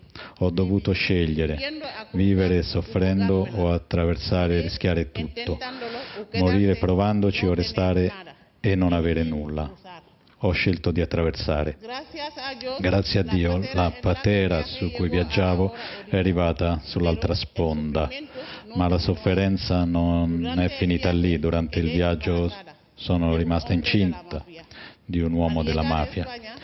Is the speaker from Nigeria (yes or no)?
yes; Nigeria; moved away; sono nigeriana, provengo da una famiglia di 8 fratelli e fin da piccolo ho imparato che cosa significa lottare ogni giorno solo per sopravvivere. Non ho lasciato il mio paese perché lo volevo